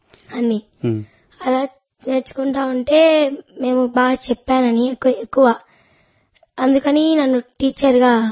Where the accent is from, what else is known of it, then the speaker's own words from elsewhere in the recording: Karmanpalli, Andhra Pradesh, India; కార్మాన్పల్లి.